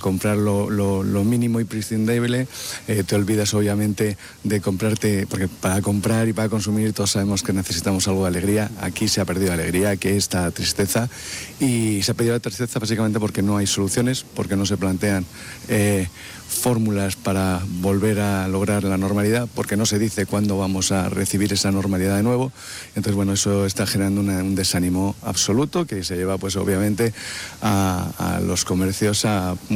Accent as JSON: {"language": "Spanish", "town": "Madrid", "region": "Community of Madrid", "country": "Spain", "moved": "yes", "lives_now": "Ceuta, Spain", "said": "Yo soy madrileño y me vine hace 26 años aquí a Ceuta, no lo conocía, y en pocos meses decidí quedarme aquí"}